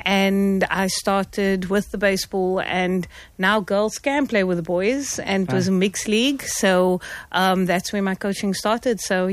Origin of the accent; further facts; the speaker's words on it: Johannesburg, Gauteng, South Africa; now in Cape Town, South Africa; I'm actually from Johannesburg and I moved to Cape Town when I was, okay. Yeah, so I'm a bit of a double agent.